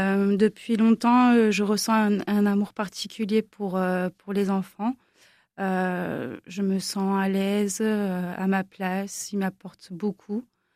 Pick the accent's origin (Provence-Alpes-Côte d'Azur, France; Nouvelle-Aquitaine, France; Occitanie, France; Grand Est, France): Provence-Alpes-Côte d'Azur, France; Toulon; Je suis de Toulon.